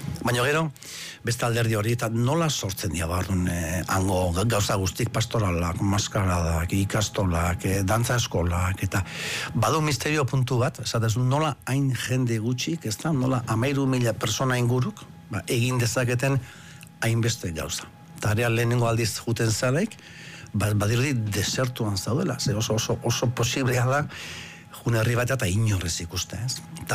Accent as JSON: {"language": "Basque", "town": "Lasarte", "region": "Basque Country", "country": "Spain", "tie": "born or raised there", "also_born_or_lived": "Ondarroa", "said": "sortu nintzen Bizkaian Ondarrun, bai, baina gali ez dut inoiz esate, baina Gipuzkura etorri nintzen Lasartera, ni 8 urte nitxula"}